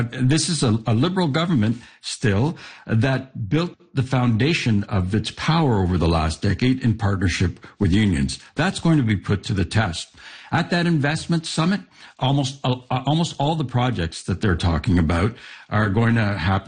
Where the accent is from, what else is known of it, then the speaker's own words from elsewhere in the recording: Toronto, Ontario, Canada; I'm from Toronto. I've never seen Toronto have bumper to bumper billionaires before.